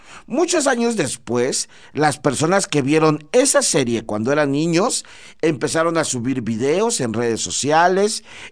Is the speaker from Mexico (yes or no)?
yes; Mexico